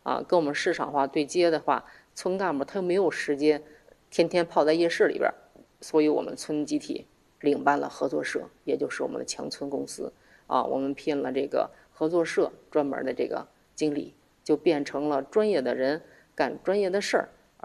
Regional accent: China

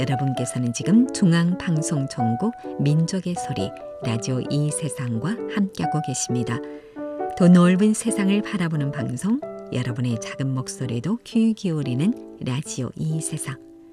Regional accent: Yanbian, Jilin, China; 태어나서부터 지금까지 연변에 팔을 붙이고 살아온 나는 조선족 학교를 다니고 조선족 학교에서 교편을 잡다 보니 한우 수준이 낮았습니다.

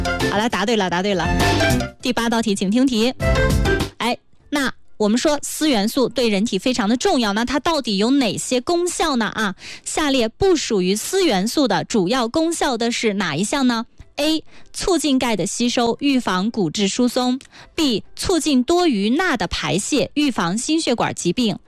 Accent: Qinghai, China; 看咱们青海人选青对不对啊

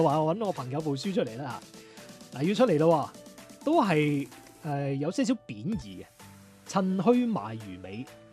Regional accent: Guangdong, China; 呢一个咧就系我哋广府人咧用一啲好特别嘅场景或者引个古人出嚟而。

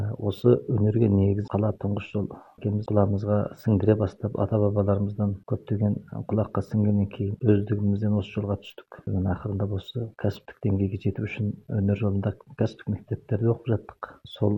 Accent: Shagantogay, Xinjiang, China; Біздің үй мынау Шағантоғай мәдениет үйінің іргесінде болды да

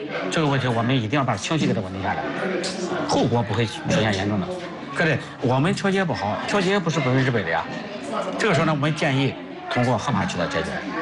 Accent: China; 我们中国人的智慧是了不起的

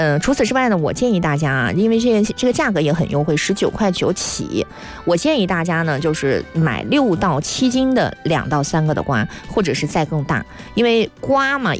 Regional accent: Gansu, China; 因为我本身是甘肃人嘛

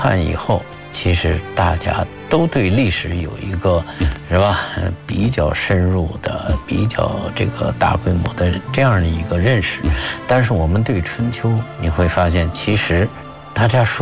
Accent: China; 我们中国人

